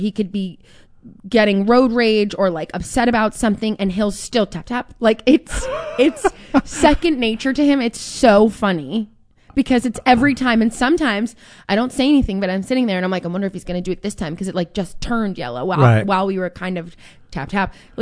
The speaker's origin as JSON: {"language": "English", "region": "New Jersey", "country": "United States", "tie": "born or raised there", "said": "I grew up in North Jersey, like Italian cultures."}